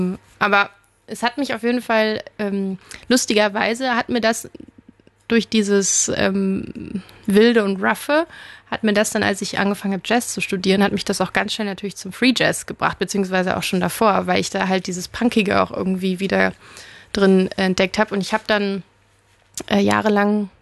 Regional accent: Oerlinghausen, North Rhine-Westphalia, Germany; Ich bin in Lippe in Oerlinghausen groß geworden.

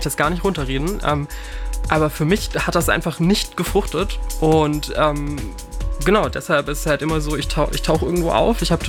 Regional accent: Cologne, North Rhine-Westphalia, Germany; Ich komme aus Köln.

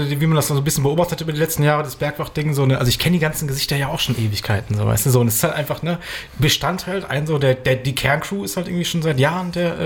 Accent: North Rhine-Westphalia, Germany; Da bin ich auch groß geworden. Nicht direkt in Schmitzhöhe, aber halt in der Nähe.

